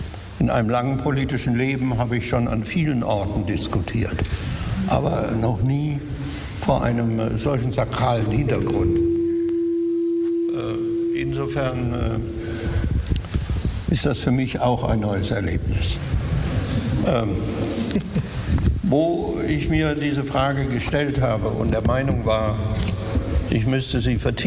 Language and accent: German; West Germany, Germany; ein Kind Westdeutschlands